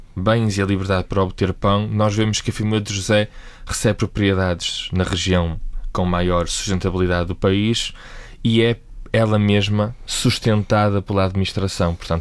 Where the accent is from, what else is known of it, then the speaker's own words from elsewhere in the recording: Viana do Castelo, Norte, Portugal; accent: Viana, swapping Vs for Bs; Aqui nota-se claramente que eu sou de Viana, porque troco os Vs pelos Bs.